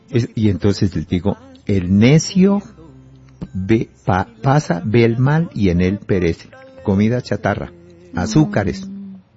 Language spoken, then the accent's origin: Spanish; Boyacá, Colombia; Y en mi tierra Boyacá está que el plato casi se salga.